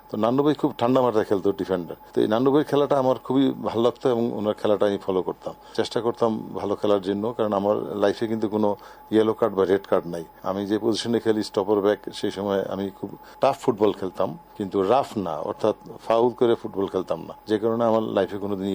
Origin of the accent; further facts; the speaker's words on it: Bangladesh; born there; আমি আল্লাহর কাছে কৃতজ্ঞ যে আমি বাংলাদেশে জন্মগ্রহণ করেছি।